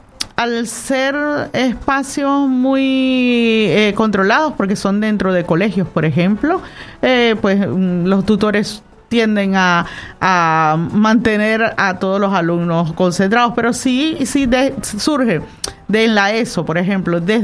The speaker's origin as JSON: {"language": "Spanish", "country": "Venezuela", "moved": "as an adult", "lives_now": "Canary Islands, Spain", "said": "yo no soy canaria, soy venezolana y tengo apenas 7 años en Canarias"}